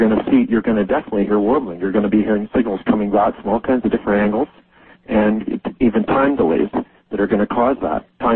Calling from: British Columbia, Canada; I'm calling from Southwest British Columbia.

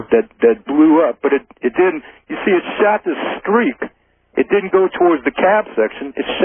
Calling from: New Orleans, Louisiana, United States; Yeah, I'm calling from New Orleans.

